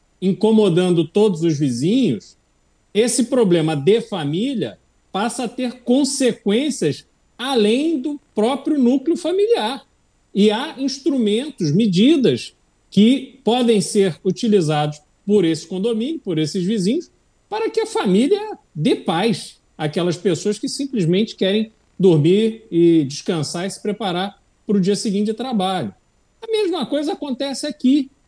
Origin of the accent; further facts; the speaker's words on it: Brazil; nós, como brasileiros